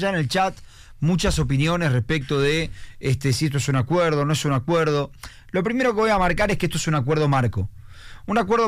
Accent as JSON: {"language": "Spanish", "country": "Argentina", "said": "uno lo siente esto como un argentino"}